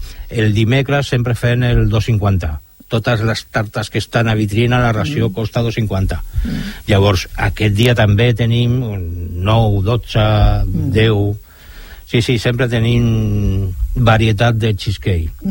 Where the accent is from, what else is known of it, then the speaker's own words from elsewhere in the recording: Sant Boi de Llobregat, Catalonia, Spain; San Boi, mi pueblo